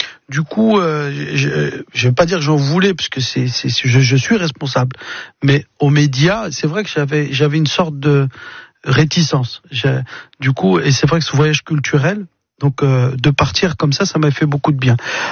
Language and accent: French; Mantes-la-Jolie, Île-de-France, France; je viens de Mantes-la-Jolie, d'un milieu ouvrier. On n'avait pas tous les codes et une sorte de réussite sociale.